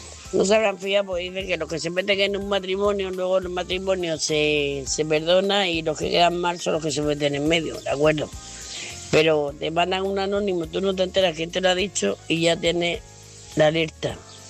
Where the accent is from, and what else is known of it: Murcia, Region of Murcia, Spain